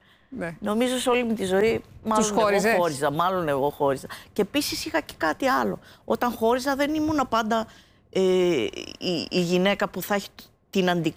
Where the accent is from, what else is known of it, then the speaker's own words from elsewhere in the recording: Crete, Greece; επειδή κατάγομαι από την Κρήτη